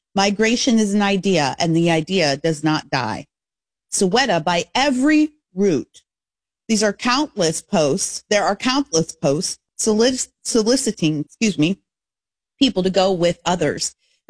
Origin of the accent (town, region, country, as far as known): Canada; moved away as an adult; now in United States